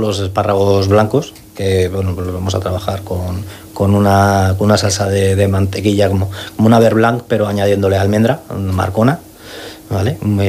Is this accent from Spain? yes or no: yes; Madrid, Community of Madrid, Spain; moved away; yo soy de Madrid